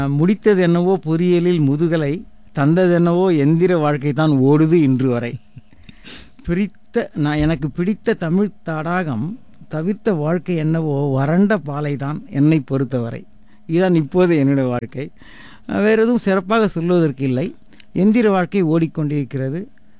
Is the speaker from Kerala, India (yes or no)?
no; Kaniyambadi, Tamil Nadu, India; moved away as an adult; now in Melbourne, Australia; என்னுடைய ஊரை பற்றி சொல்ல வேண்டுமானால் அது வேலூர். தமிழகத்தில் சென்னையிலிருந்து ஒரு 210 கிலோமீட்டரில் இருக்கிற வேலூர் நகரத்திற்கு ஒரு 13 கிலோமீட்டர் தொலைவில் உள்ள சிறிய கிராமம் கனியம்பாடி.